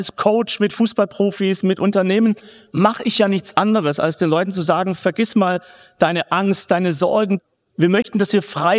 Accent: Baden-Württemberg, Germany; Schwaben hier vielleicht zufällig? Ja, ich bin selber Schwabe.

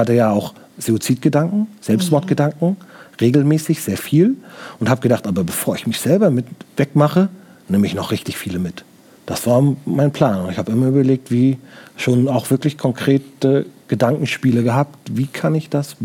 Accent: Baltic coast, Germany; Ich komme aus der Nähe von der Ostsee.

